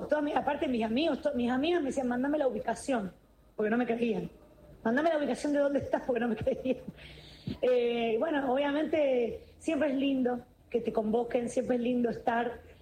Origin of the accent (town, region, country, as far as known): Santa Fe, Argentina